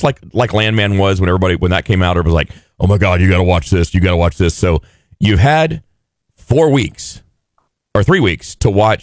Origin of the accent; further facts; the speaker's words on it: Pearsall, Texas, United States; moved away; also born or lived in Austin, Texas; I graduated high school from Pearsall